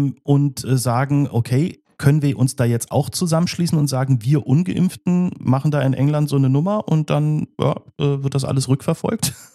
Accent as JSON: {"language": "German", "region": "Berlin", "country": "Germany", "tie": "born or raised there", "said": "Genau dort bin ich aufgewachsen"}